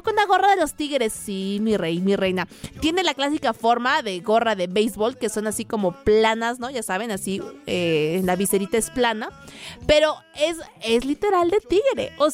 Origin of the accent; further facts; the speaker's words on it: Mexico; Son parte de nuestra esencia como mexicanos.